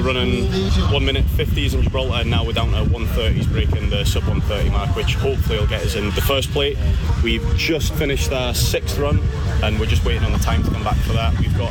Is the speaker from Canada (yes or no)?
no; Scotland, United Kingdom; Obviously being Scottish, the cold is second nature to me, and this is perfect.